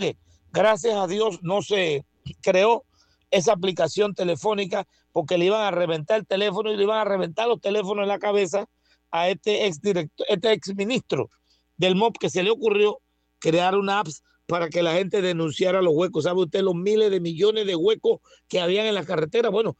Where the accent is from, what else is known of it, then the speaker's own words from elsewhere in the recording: La Tiza, Los Santos, Panama; Yo soy de La Tiza